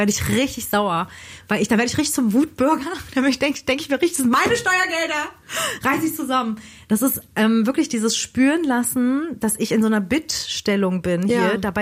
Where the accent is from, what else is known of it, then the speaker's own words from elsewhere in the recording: Berlin, Germany; born there; ich war zwar gebürtige Berlinerin, aber habe halt die Staatsangehörigkeit meiner Eltern bekommen und nicht die des Landes, wo ich geboren bin.